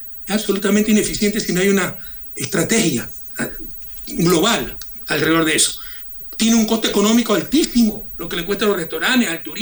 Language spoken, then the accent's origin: Spanish; Ecuador